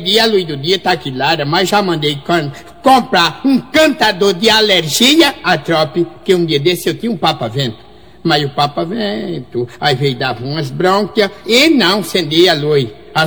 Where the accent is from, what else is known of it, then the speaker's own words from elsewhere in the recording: Caruaru, Pernambuco, Brazil; lá na minha terra, no Caruaru, eu era barbeiro na barbaria de Zé Careca.